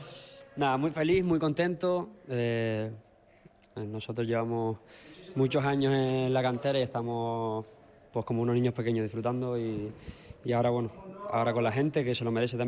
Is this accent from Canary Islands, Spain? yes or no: yes; Canary Islands, Spain; Yo soy canario, medio gallego, pero bueno, muy contento y muy feliz por todo, la verdad.